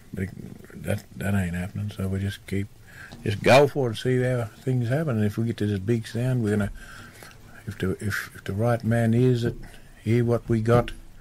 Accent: Goondiwindi, Queensland, Australia; also born or lived in Moree; And in Bunganya, where we lived when I was born. Like, I was born in Gundiwindi, but we lived out at Bunganya.

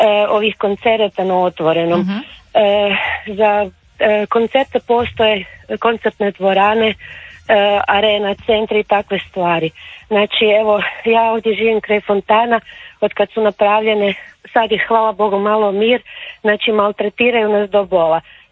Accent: Zagreb, City of Zagreb, Croatia; ja sam odrasla, sam tu stara sedjac, znači odrasla sam u Trnju.

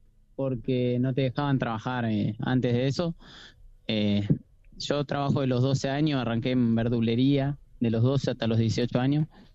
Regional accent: Buenos Aires, Argentina; Nací acá en Parque Patricio, me crié ahí.

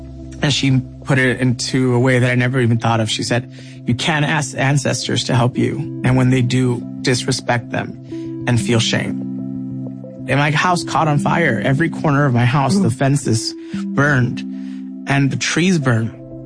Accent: San Gabriel Valley, California, United States; born or raised there

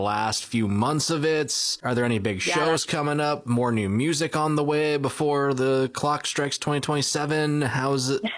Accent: Brampton, Ontario, Canada; But so when I would tell people I'm from Brampton, they kept thinking I was saying Brandon, like Brandon, Manitoba.

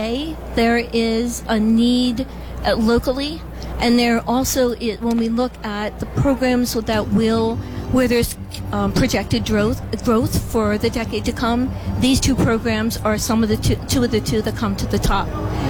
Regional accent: Philadelphia, Pennsylvania, United States; I'm from the Philadelphia area, yeah. And I am a true Phillies fan.

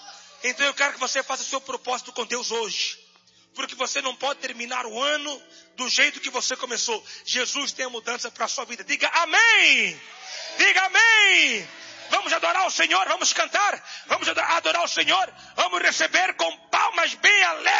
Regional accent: Mozambique; moved away as an adult; now in Brazil; voltei para minha terra, Moçambique.

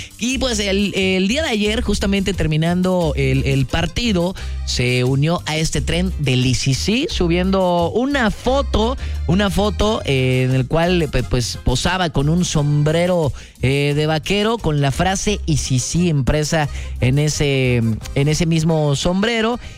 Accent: Córdoba, Veracruz, Mexico; also born or lived in Ciudad Mendoza area, Veracruz; Nómada. He andado en todas partes. Pero no, yo soy de cordobaches, de cordobalas, orgullosamente cordobés

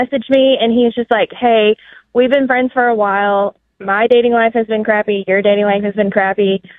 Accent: Greenbrier, United States; So we're both from Greenbrier, and we graduated together from Greenbrier.

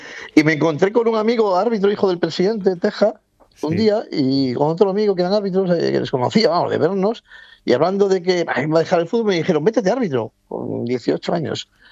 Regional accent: Santander, Cantabria, Spain; yo nací en Santander y viví toda mi infancia en donde está el campo de fútbol de General Dávila, del cuartel, que era un cuartel.

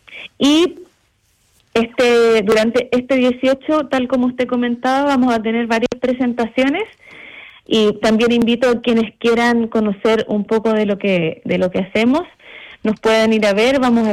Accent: Valparaíso, Chile; porque yo soy de Valparaíso, de la quinta región

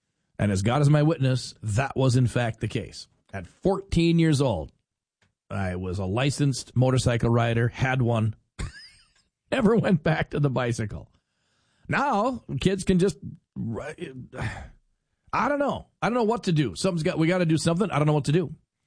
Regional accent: Fargo, North Dakota, United States; And I understand I grew up in Fargo. So growing up in Fargo, we didn't have any hills. There's one hill in town.

